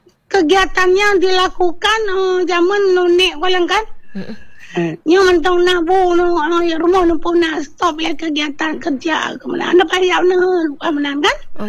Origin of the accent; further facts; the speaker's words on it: Aceh, Indonesia; ini aja udah alhamdulillah semua udah paham kita orang Aceh.